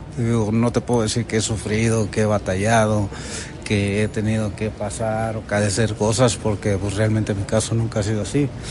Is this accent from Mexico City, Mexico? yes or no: yes; Mexico City, Mexico; born there; moved away; Yo nací aquí en la Ciudad de México.